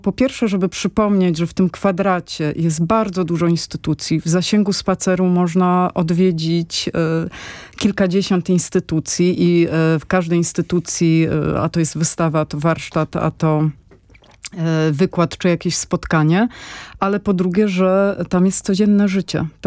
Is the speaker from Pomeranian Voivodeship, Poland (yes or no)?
no; Warsaw, Masovian Voivodeship, Poland; My, warszawiacy i warszawianki, omijamy trochę Stare Miasto.